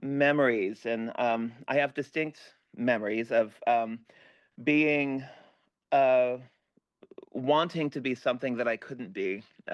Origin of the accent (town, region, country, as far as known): Texas, United States; born or raised there; also born or lived in Idaho / Colorado